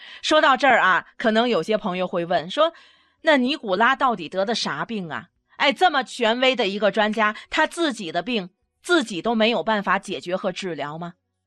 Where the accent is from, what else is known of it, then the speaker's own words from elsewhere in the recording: China; 我们中国人怎么了？中国人差哪儿了？我们中国不但能够研究，还能比你们研究的更好，效果更强大。